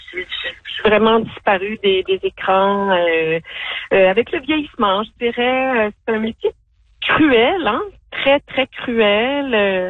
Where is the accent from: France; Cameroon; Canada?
Canada; Montreal, Quebec; Moi, j'aime beaucoup Montréal. Je suis vraiment de Montréalaise.